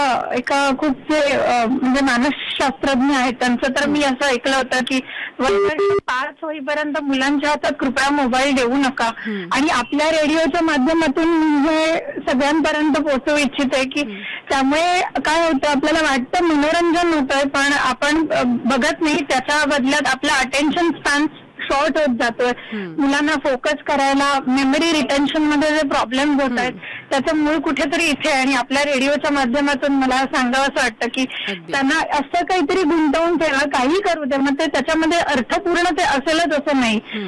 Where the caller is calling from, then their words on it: Mumbai, Maharashtra, India; आम्ही खरे कोकणात मुंबईचे